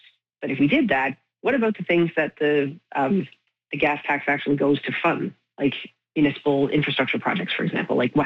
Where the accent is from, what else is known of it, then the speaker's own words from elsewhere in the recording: Cape Breton, Nova Scotia, Canada; and I'm from the East Coast too. I'm from Cape Breton. I'm used to living in a place where everybody kind of thinks you grow up and you leave.